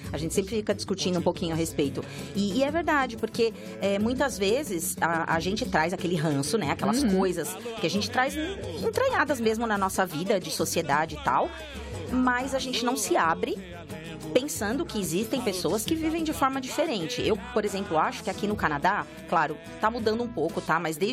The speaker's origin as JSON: {"language": "Portuguese", "country": "Brazil", "said": "Só que aí acaba, você acaba, como brasileiro, desconfiando de todo mundo."}